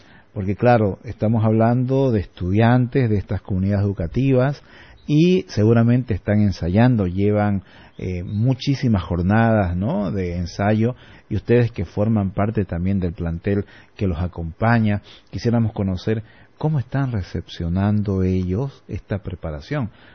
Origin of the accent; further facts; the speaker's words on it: Santa Cruz, Bolivia; todos nosotros como cruceños, como bolivianos